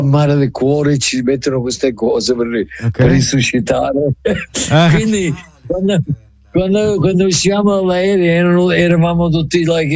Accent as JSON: {"language": "Italian", "town": "Longi", "region": "Sicily", "country": "Italy", "moved": "yes", "lives_now": "United States"}